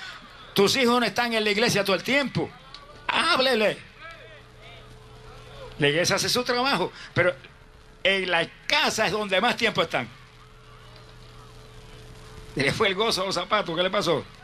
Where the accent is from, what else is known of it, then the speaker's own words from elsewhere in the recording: Camuy, Puerto Rico; una de las iglesias en mi pueblo de Camuy, allá en Puerto Rico.